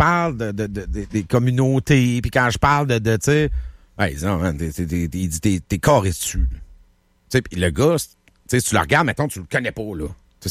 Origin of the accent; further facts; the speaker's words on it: Quebec, Canada; je viens d'une région du Québec.